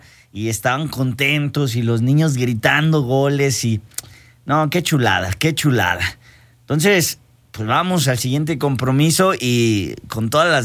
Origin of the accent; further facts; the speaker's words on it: Mexico; Somos mexicanos, podemos todo.